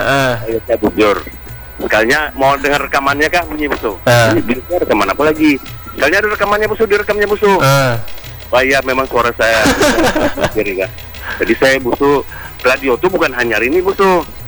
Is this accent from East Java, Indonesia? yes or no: no; North Sumatra, Indonesia; Dulu saya bukan, saya dari Sumatera Utara.